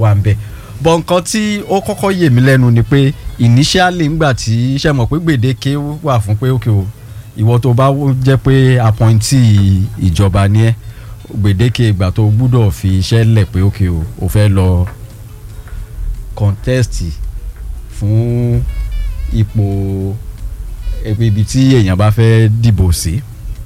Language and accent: Yoruba; Ibadan, Oyo, Nigeria; kini mo je omo Ibadan mo mi de ki wa nje mi o kin so omo Ibadan lasan lasan